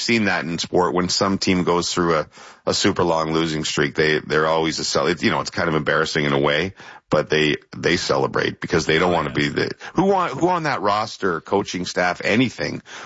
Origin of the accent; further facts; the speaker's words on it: Ottawa, Ontario, Canada; born there; moved away as an adult; I went as a little kid till I moved away from Ottawa.